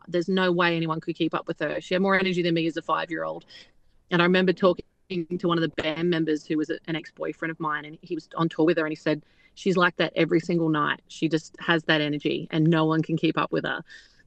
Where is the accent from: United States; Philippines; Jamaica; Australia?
Australia; my hometown here in Australia